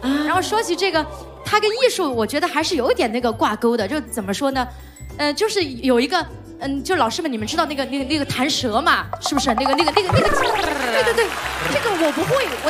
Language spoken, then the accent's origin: Chinese; Sichuan-Chongqing, China; born there; moved away